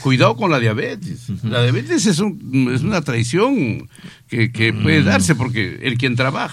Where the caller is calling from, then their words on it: Tauca, Ancash, Peru; En mi pueblo, en Tauca